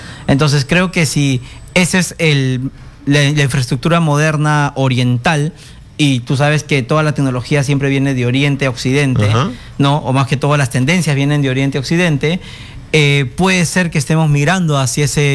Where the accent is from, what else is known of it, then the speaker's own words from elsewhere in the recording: Lima, Peru; born there; Yo nací acá en Lima, ya yo soy tercera generación.